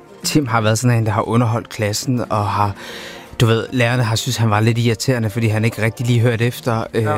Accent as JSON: {"language": "Danish", "town": "Viborg", "region": "Central Denmark Region", "country": "Denmark", "said": "Albertslund, det er jo mere en ting, vi gør der, hvor jeg er fra."}